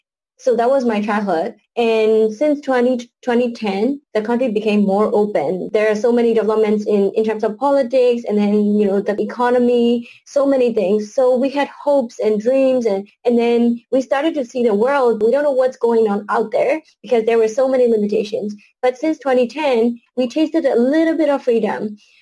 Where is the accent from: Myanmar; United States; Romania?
Myanmar; I am from Myanmar.